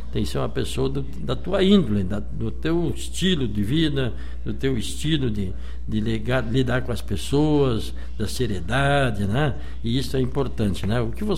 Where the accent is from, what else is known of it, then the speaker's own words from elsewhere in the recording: Rio Grande do Sul, Brazil; Nós que somos do Rio Grande, né?